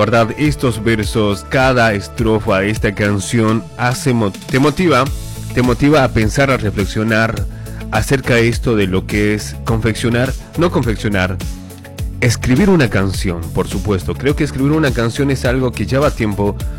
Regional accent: El Alto, La Paz, Bolivia; born there; moved away; yo nací en Bolivia, en La Paz, en El Alto, una ciudad joven del departamento de La Paz que tiene mucho para dar.

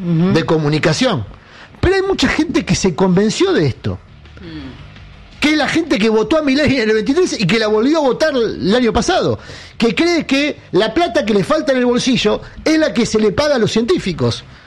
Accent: Argentina

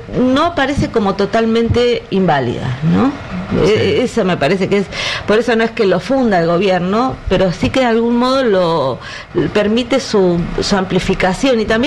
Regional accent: Argentina

